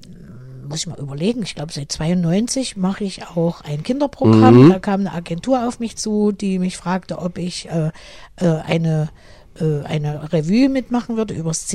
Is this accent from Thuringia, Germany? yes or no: yes; Erfurt, Thuringia, Germany; meine Heimatliebe, die nicht nur Thüringen betrifft. Und ich habe auch, war mir ein Bedürfnis, ein Lied über meine Heimatstadt Erfurt zu machen.